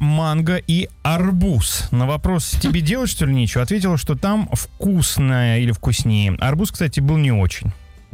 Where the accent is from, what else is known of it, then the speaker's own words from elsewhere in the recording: Sri Lanka; now in Russia; Я из Шри-Ланки и каждый раз везу аюрведические препараты, мази, масла из фруктов, манго, ананасы и маракуйю.